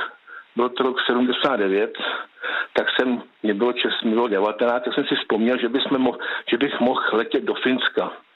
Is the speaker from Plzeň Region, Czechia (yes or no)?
yes; Plzeň, Plzeň Region, Czechia; protože můj otec, jsem z Plzně, můj otec pracoval ve Škodovce jako já celý život